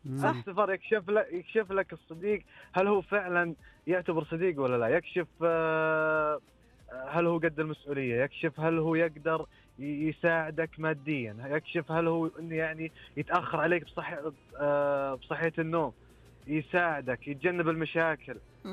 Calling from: Rafha, Northern Borders, Saudi Arabia; أكلمكم من الحدود الشمالية محافظة رفحة

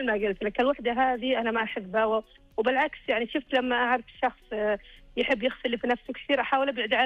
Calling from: Buraydah, Al-Qassim, Saudi Arabia; من القصيم بريدات.

